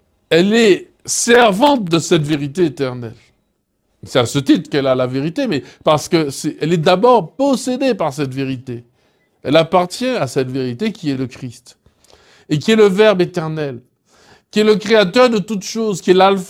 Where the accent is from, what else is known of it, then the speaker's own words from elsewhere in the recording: Antilles, France; « faut pas faire mal élevé », comme on dit chez nous aux Antilles